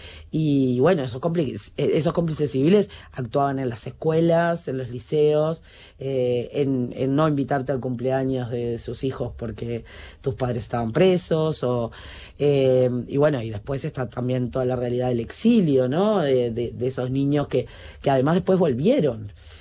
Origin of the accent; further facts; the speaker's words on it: Uruguay; crecí desde los 0 a los 8 años yendo cada domingo al penal de Punta de Rieles